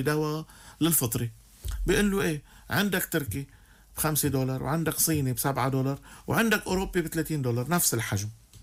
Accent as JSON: {"language": "Arabic", "town": "Kfardebian", "region": "Keserwan-Jbeil", "country": "Lebanon", "tie": "born or raised there", "said": "وأنا بقول لك بضيعتي بكفر دبيان"}